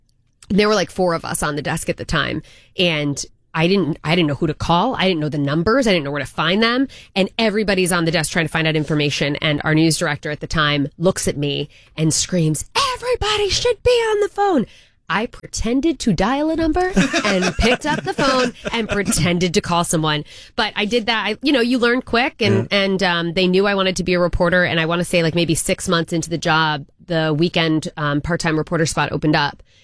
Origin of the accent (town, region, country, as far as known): Connecticut, United States